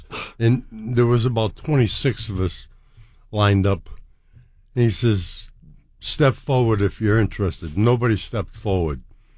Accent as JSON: {"language": "English", "town": "Providence", "region": "Rhode Island", "country": "United States"}